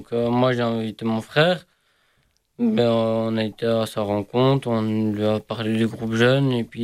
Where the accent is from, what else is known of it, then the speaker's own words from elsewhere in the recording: La Louvière, Wallonia, Belgium; Moi, je viens de la Louvière.